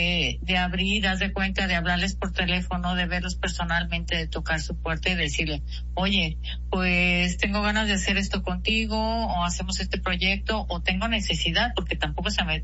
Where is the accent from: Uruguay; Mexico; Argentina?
Mexico; como somos de México